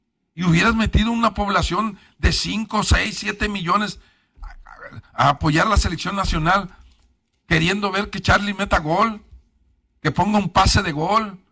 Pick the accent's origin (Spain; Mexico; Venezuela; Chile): Mexico; Lo estoy diciendo yo que no soy de aquí. Lo estoy diciendo yo, pero como mexicano.